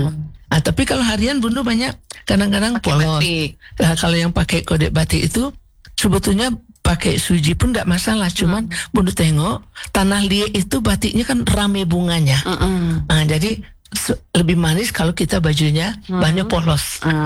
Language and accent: Indonesian; West Sumatra, Indonesia; Kalau kita Minang enggak pakai batik di bawah.